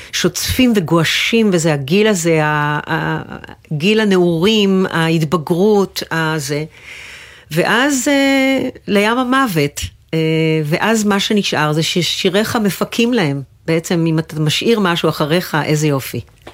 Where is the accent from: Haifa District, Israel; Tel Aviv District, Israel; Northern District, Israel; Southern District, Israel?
Northern District, Israel; Menara; born there; על אף שביליתי 3 שנים מחיי במנרה, נולדתי שם, דפקו לי את הראש בלינה משותפת וזהו.